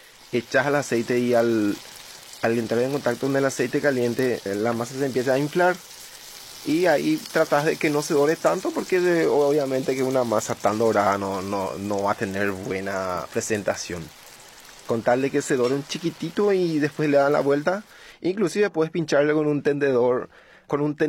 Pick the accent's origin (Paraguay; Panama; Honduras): Paraguay; Itapúa; moved away as an adult; now in Asunción, Paraguay; soy del sur de Itapúa.